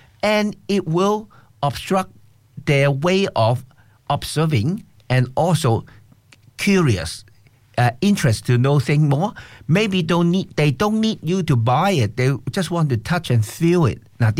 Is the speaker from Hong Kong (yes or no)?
yes; Hong Kong; So I'm from Hong Kong.